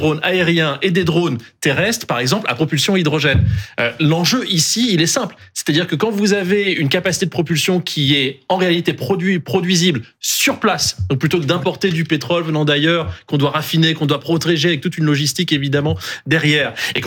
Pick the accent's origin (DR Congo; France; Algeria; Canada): France; comme chez nous en France